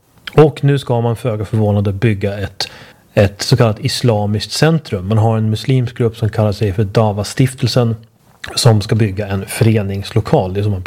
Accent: Uppsala, Uppsala County, Sweden; Jag minns från min uppväxt i Uppsala att jag minns när Stenhagen byggdes.

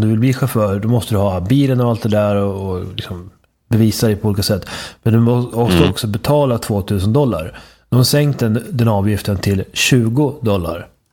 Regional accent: Sweden; Inte minst som svensk

